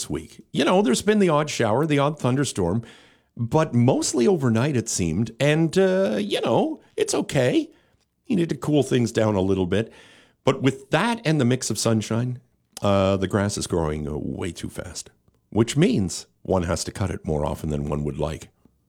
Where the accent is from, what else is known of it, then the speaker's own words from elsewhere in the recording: Canada; I'm Canadian, after all.